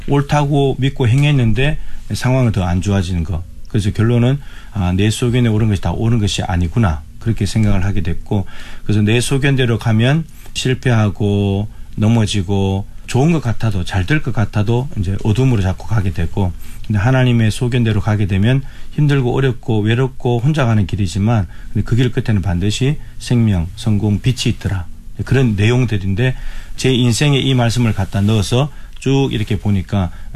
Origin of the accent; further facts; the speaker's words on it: Suncheon, South Jeolla, South Korea; 저는 전라남도 순천에서 왔고요.